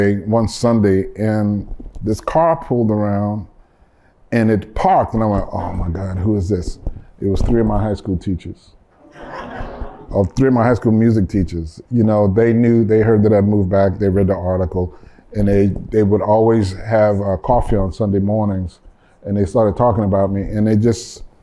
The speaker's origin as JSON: {"language": "English", "town": "New Orleans", "region": "Louisiana", "country": "United States", "tie": "born or raised there", "said": "You know, I grew up in New Orleans."}